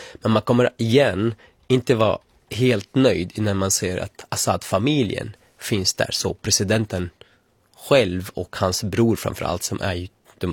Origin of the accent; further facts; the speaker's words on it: Syria; moved away; som syrier som har lidit i 14 år